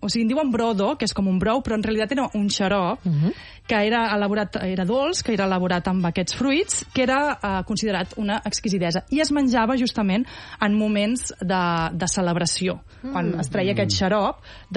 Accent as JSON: {"language": "Catalan", "region": "Catalonia", "country": "Spain"}